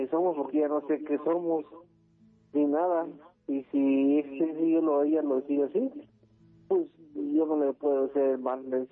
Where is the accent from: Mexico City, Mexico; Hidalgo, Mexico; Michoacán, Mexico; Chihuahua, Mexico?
Hidalgo, Mexico; Tulancingo; moved away; Es donde yo soy, originario de Tulancingo, Hidalgo.